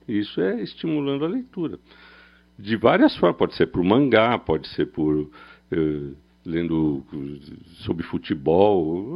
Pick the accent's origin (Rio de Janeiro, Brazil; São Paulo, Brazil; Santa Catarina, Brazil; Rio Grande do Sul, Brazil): São Paulo, Brazil; Apesar de ter essa cara de Moema, eu sou do Capão Redondo, do Campo Limpo com Capão Redondo. Então, minha vida foi escola pública